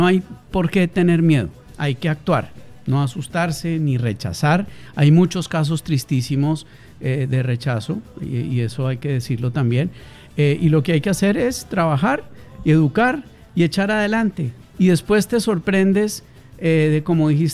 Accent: Colombia; moved away as an adult; now in Peru; Yo tengo 30 años en Perú, yo soy de Colombia, 30 años en Perú

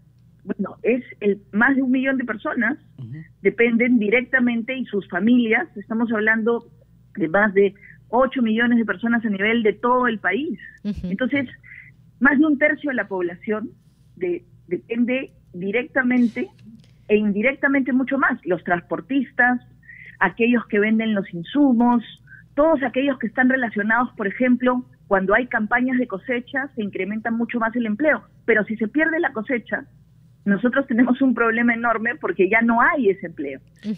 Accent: Peru; yo invoco a que enfrentemos esta situación como peruanos y peruanas de buena voluntad.

